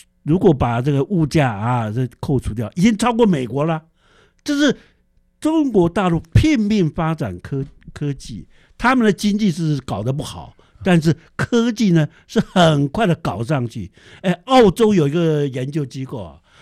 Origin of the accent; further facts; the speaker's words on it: Taiwan; 我们台湾人不喜欢这个大陆体制，因为我们是崇拜民主。